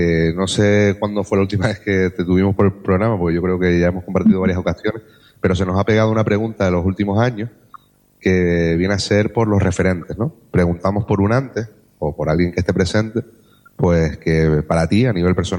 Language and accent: Spanish; Canary Islands, Spain; para mí como canario